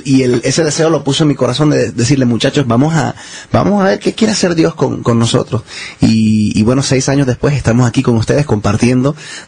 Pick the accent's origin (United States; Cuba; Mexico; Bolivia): United States; Miami, Florida; born there; yo nací en la ciudad de Miami, Florida, en los Estados Unidos, pero mi familia es de Cartagena, Colombia, así que fluye en mí la sangre colombiana.